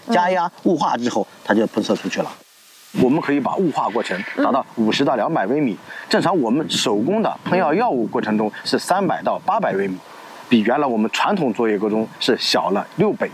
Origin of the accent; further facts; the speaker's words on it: Jinzhong, Shanxi, China; 我们山西省晋中市是一个农业大市。